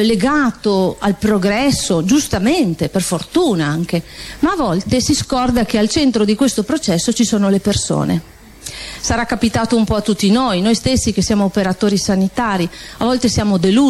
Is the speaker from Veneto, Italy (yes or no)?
no; Castelfidardo, Marche, Italy; born there; now in Friuli-Venezia Giulia, Italy; sono di Castelfidardo, quindi sono nata a Castelfidardo, una mamma castellana